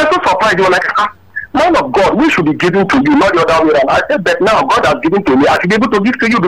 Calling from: Lagos, Nigeria; I'm calling from Meron.

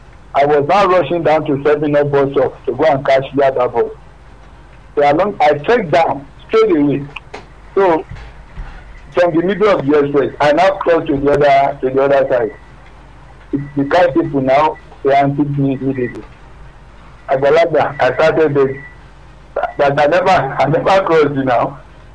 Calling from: Magboro, Ogun, Nigeria; I am calling from Prayer City, Magbola.

